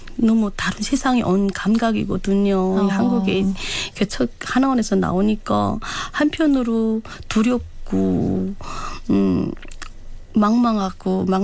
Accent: South Hwanghae, North Korea; 제 기억에는 우리 고향이라 하면은 제일 기억이 남는 게 구월산이거든요.

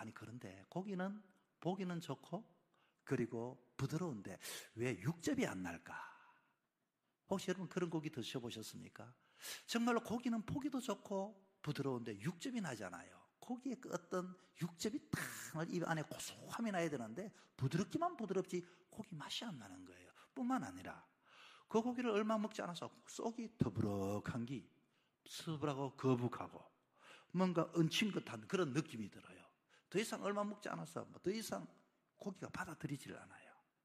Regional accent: South Korea; 우리는 대한민국 사람이지만

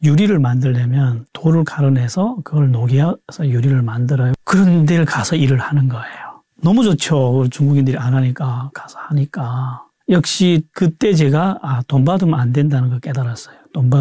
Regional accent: North Korea; moved away; also born or lived in China; 나 북한에서 주체 철학 시컷 배웠는데

